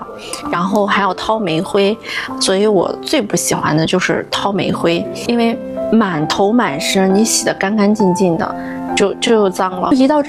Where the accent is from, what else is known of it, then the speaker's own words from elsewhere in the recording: Ili, Xinjiang, China; now in Ürümqi, China; 其实我是一个土生土长的新疆伊犁农村里出来的小姑娘。